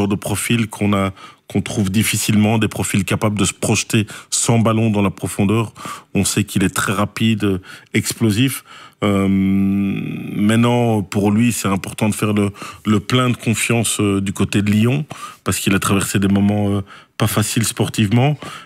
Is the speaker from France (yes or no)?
no; Belgium; chez nous en Belgique